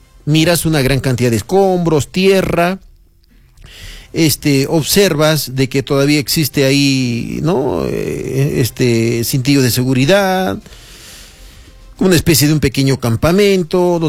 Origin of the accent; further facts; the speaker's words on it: Socabaya district, Arequipa, Peru; todos los vecinos que somos del distrito de Socabaya